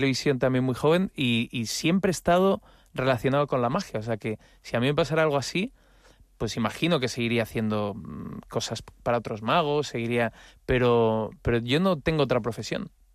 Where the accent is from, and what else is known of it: Madrid, Community of Madrid, Spain